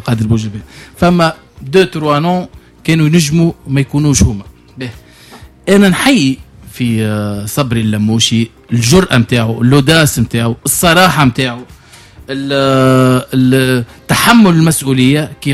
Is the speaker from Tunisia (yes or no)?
yes; Tunisia; احنا التوانسه